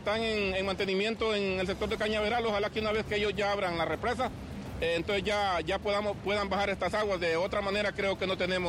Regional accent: Honduras; somos hondureños

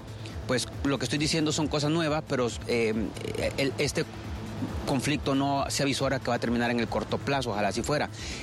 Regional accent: Honduras

